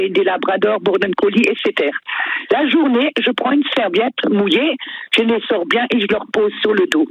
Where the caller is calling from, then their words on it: Bouxwiller, Grand Est, France; Vous savez comment on dit en Alsacien chez nous?